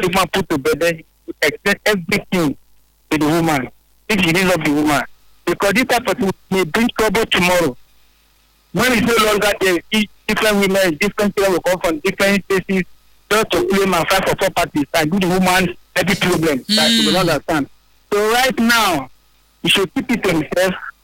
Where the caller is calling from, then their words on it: Port Harcourt, Rivers, Nigeria; I'm calling from Port Harcourt.